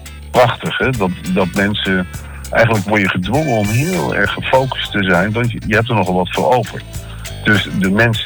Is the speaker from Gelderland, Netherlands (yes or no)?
yes; Arnhem, Gelderland, Netherlands; Het gaat over mezelf, over mijn jeugd in Arnhem...